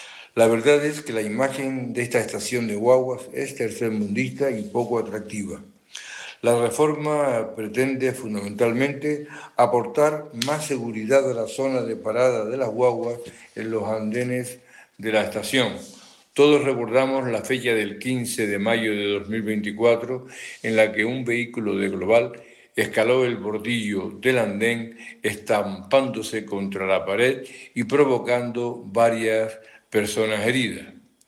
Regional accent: Las Palmas de Gran Canaria, Canary Islands, Spain

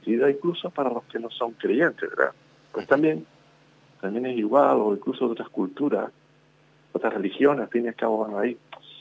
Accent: Teror, Canary Islands, Spain; alguien que sea del propio pueblo.

